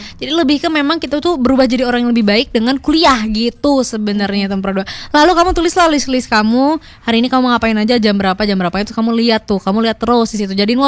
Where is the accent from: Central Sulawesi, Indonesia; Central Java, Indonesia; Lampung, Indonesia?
Central Java, Indonesia; Purwokerto; Iya, Jawa Tengah, aku di Purwokerto.